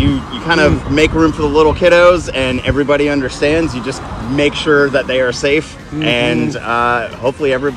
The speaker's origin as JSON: {"language": "English", "town": "Mount Hermon", "region": "California", "country": "United States", "tie": "born or raised there", "lives_now": "Boulder Creek, United States", "said": "I'm in Boulder Creek, but I grew up in Mount Hermon, so right up the street."}